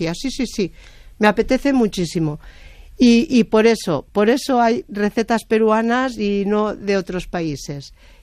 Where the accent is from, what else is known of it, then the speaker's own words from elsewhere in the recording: Lleida, Catalonia, Spain; yo soy de Lleida, entonces el día que hay un nubarrón ya estamos preparando las bolsas y las botas para ir a por caracoles